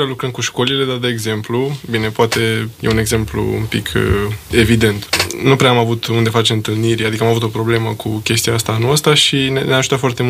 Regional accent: Bucharest, Romania; eu sunt din București

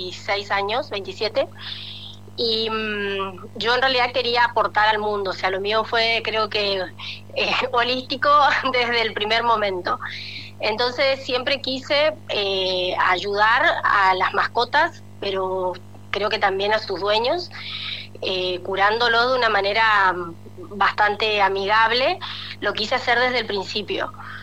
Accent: Chaco, Argentina; moved away as an adult; now in Punta Ballena, Uruguay; Soy del Chaco, del norte de la Argentina.

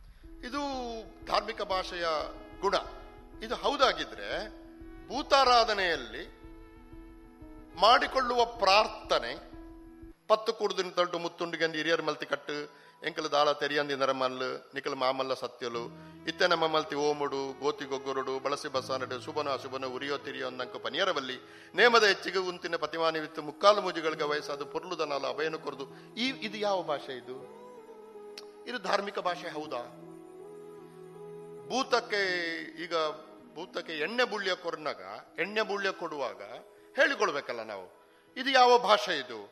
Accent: Guttigaru, Karnataka, India; ನಮ್ಮ ಊರು ಗುತ್ತಿಗಾರು ಪಂಜದಲ್ಲಿ

